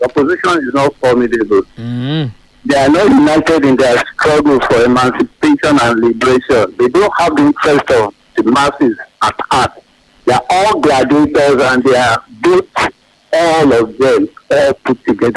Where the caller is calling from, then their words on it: Ibadan, Oyo, Nigeria; I'm calling from Oingo, Ibadan.